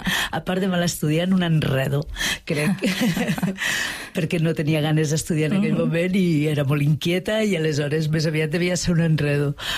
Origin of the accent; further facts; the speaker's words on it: Esterri d'Àneu, Catalonia, Spain; born there; moved away as an adult; also born or lived in Lleida; now in Vilella, Spain; jo vaig néixer a Lleida i amb 10 anys vam pujar a viure a Esterri. I Esterri ha estat el referent a la meva vida, l'alegria, la llibertat, tota la infantesa i joventut, fins que després, doncs, com sempre, com gairebé tothom, sortim a fora, tot i que després vaig tornar, fins als 32 anys.